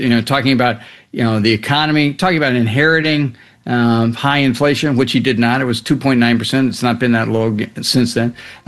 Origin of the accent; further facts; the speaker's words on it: Kansas, United States; At 9 years old, I went door to door for Bob Dole in my hometown of in western Kansas.